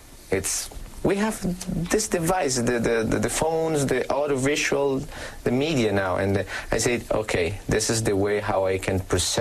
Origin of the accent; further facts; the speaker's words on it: Cusco, Peru; English is a second language; I was born in Cusco City, but I passed my first years with my mother in the countryside. She was a teacher. She is retired, and so that's where I learned the Quechua